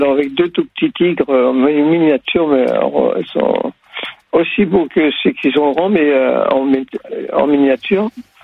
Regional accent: Brittany, France; moved away; parce que je suis breton

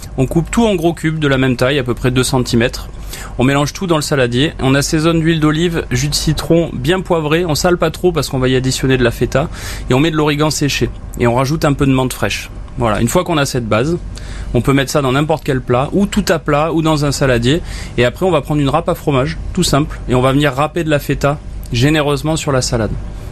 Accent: Provence-Alpes-Côte d'Azur, France; je suis de Provence, hein, dans les gorges du Verdon

